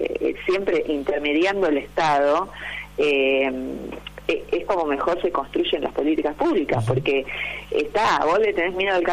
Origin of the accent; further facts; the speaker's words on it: Buenos Aires, Argentina; yo, como porteña, sí, pura y dura, porque tengo ese problema, que amo Buenos Aires, soy porteña y estoy orgullosa de serlo